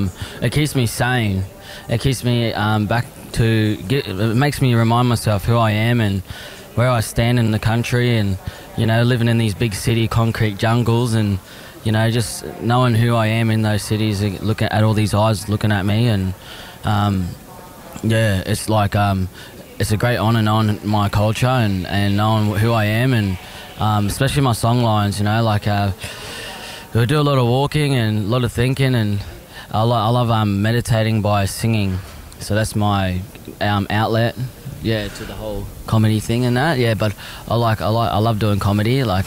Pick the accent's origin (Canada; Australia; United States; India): Australia; Caboolture, Queensland; A lot of walks of life go to that Golden Gloves up in my hometown in Caboolture.